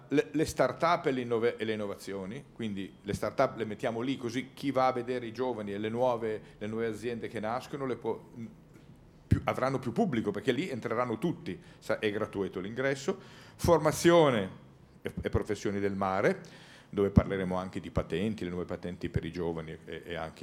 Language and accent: Italian; Lombardy, Italy; perché io vengo dall'entroterra ligure, sono lombardo